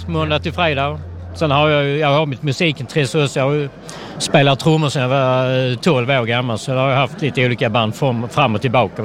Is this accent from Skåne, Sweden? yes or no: yes; Bara, Skåne, Sweden; Alltså jag bodde ju i Svedala kommun när jag växte upp i Bara.